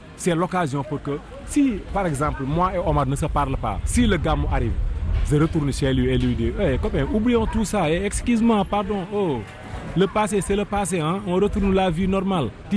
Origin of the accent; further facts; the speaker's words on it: Tivaouane, Thiès, Senegal; je vais faire prier quatre fois parce que je viens de Tiaoune.